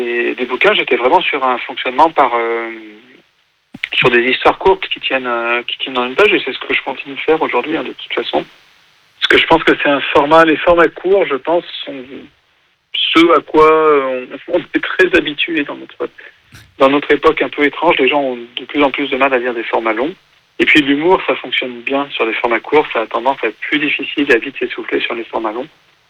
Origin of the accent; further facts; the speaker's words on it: Lyon, Auvergne-Rhône-Alpes, France; now in Burgundy, France; J'ai 48 ans. J'habite pas du tout vers Angers ou même dans l'Ouest. Moi, je suis lyonnais d'origine et j'habite en Bourgogne aujourd'hui.